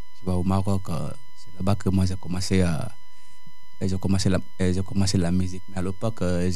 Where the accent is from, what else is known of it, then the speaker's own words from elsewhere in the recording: Guinea; also born or lived in Morocco; now in France; Je viens de la Guinée-Conakry, l'Afrique de l'Est.